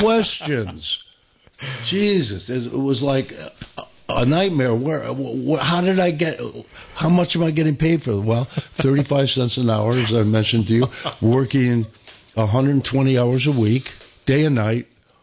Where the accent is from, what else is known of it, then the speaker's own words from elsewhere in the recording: Rochester, United States; 15 of us interns from all over the country, and I was one from Rochester